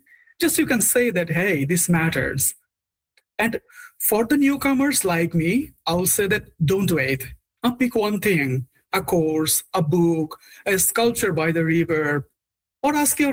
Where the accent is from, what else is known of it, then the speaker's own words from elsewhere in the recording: Bangladesh; now in Canada; as you already know that I'm from Bangladesh, right? You know that it was under British rule for nearly 200 years and then under Pakistan for 24 more.